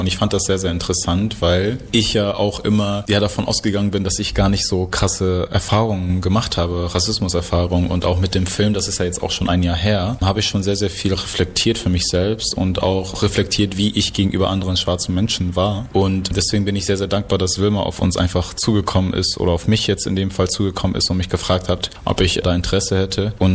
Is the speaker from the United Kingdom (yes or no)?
no; Bersenbrück, Lower Saxony, Germany; moved away as an adult; now in Oldenburg, Germany; ich bin 23 Jahre alt, komme eigentlich aus dem schönsten Bersenbrück, studiere aber hier in Oldenburg Chemie.